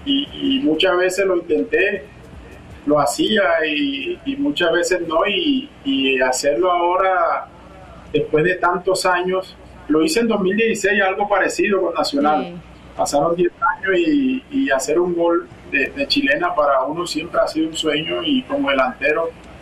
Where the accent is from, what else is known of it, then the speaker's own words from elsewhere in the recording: Colombia; seguir dejando el nombre de Colombia, de mi familia y de mi pueblo en alto.